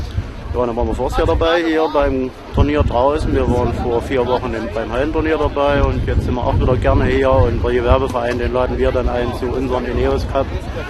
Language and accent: German; Helbra, Saxony-Anhalt, Germany; moved away; ich stamme hier eigentlich aus Helbra